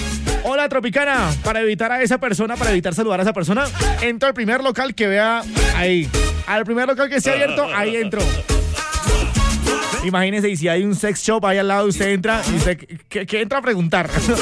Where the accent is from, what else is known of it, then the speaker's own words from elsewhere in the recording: Colombia; nos unimos como colombianos